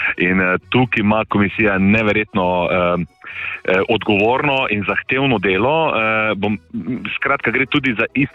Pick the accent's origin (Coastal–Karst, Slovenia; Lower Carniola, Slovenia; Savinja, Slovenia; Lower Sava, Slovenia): Savinja, Slovenia; Topolšica; born there; now in Šmartno ob Paki, Slovenia; v, bom rekel, mojem rojstnem kraju, Topolšici. In že prej, leta in leta nazaj, sem si želel eno tako tekmovanje pripeljati v moj kraj. Čeprav tam ne živim, živim zdaj v Šmartnem opaki, ampak vseeno, tam so moje korenine.